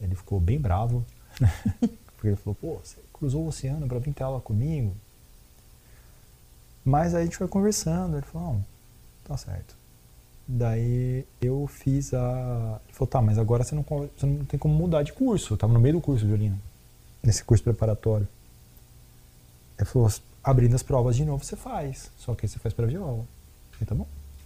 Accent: Brazil; also born or lived in Netherlands; Eu sou brasileiro, eu falo português, eu tenho a minha cultura, sabe? Até daria para ter ficado na Holanda, mas eu tinha muito mais oportunidades de trabalho aqui no Brasil do que lá

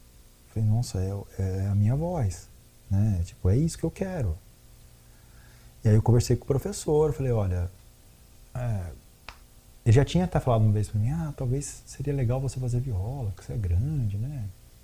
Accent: Brazil; also born or lived in Netherlands; Eu sou brasileiro, eu falo português, eu tenho a minha cultura, sabe? Até daria para ter ficado na Holanda, mas eu tinha muito mais oportunidades de trabalho aqui no Brasil do que lá

